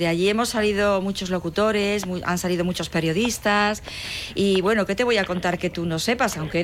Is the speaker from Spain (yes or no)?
yes; Cabra, Andalusia, Spain; tú y yo somos nacidas en Cabra